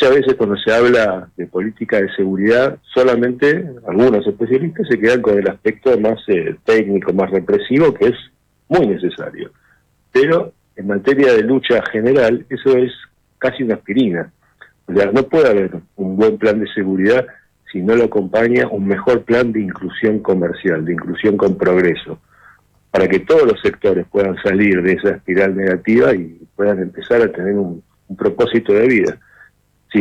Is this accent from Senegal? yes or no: no; Argentina; bueno, pará, nosotros somos argentinos, pagamos los impuestos